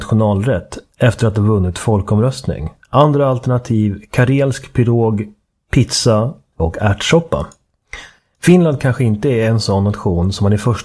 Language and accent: Swedish; Uppsala, Uppsala County, Sweden; born there; Det åt man alltid hemma i Uppsala.